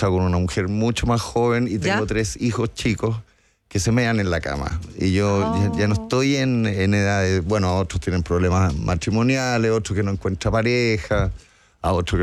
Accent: Los Andes, Valparaíso, Chile; Sí, soy provinciano, soy de Los Andes, entonces era de venir a Santiago.

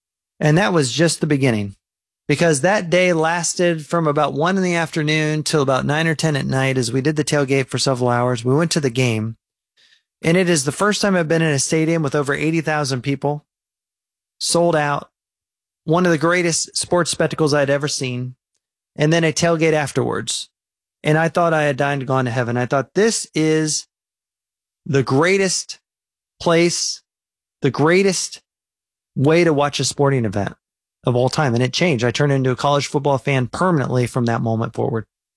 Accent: Indiana, United States; I grew up in Indiana. We really didn't follow college football in Indiana.

